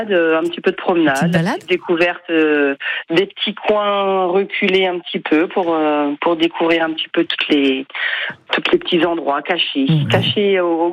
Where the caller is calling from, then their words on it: Ménil-David, Normandy, France; Alors en Normandie, moi je suis située dans la Seine-Maritime, ouais. Dans la Haute-Normandie.